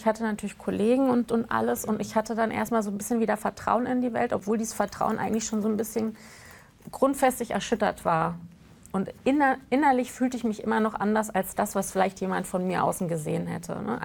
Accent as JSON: {"language": "German", "town": "Hanover", "region": "Lower Saxony", "country": "Germany", "tie": "born or raised there", "also_born_or_lived": "East Germany (GDR)", "said": "dass ich noch in der DDR geboren bin und meine Eltern waren Pioniere und haben Jugendweihe bekommen. Und dann bin ich in Hannover groß geworden"}